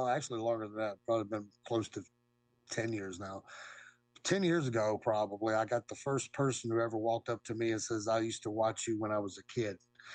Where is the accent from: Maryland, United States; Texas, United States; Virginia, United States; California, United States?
Virginia, United States; Waynesboro; I came from Waynesboro, Virginia